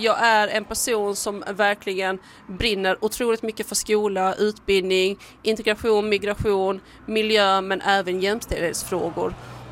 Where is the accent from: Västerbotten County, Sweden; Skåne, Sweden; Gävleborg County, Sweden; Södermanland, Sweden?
Skåne, Sweden; Hässleholm; Han är ju själv från Hässleholm och jag är också från Hässleholm.